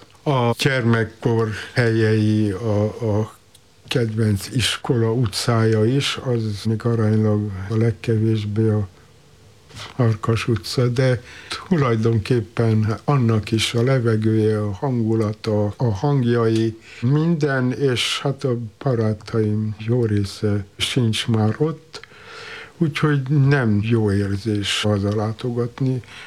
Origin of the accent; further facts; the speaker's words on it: Transylvania, Romania; moved away as an adult; now in Hungary; Én 45 éves koromig Erdélyben éltem. Én akárhova kerülhetek, én most már erdélyi vagyok. Ez nem jelent semmiféle különleges identitást. Ez egyszerűen a szülőföld meghatározó ereje